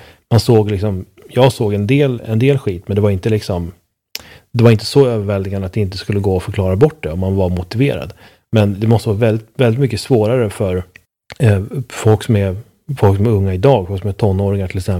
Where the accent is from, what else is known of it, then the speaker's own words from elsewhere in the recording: Sweden; När jag var ung i Sverige, liksom 20-30 år tidigare.